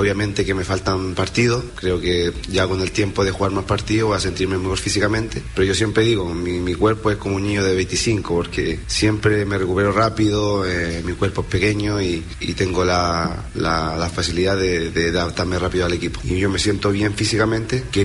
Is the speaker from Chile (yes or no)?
yes; Chile; Agradecer a toda la gente de Chile aquí en Montreal. También soy muy querido en mi país, también por los niños, por las abuelitas también.